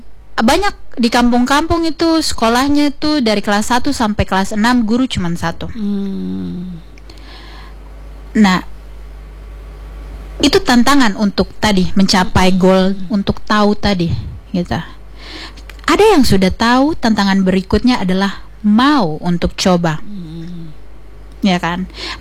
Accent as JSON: {"language": "Indonesian", "region": "Papua", "country": "Indonesia", "said": "saya memutuskan untuk kembali ke Papua begitu."}